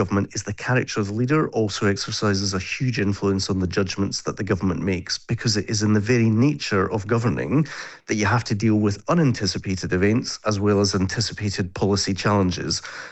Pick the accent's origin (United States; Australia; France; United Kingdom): United Kingdom; Scotland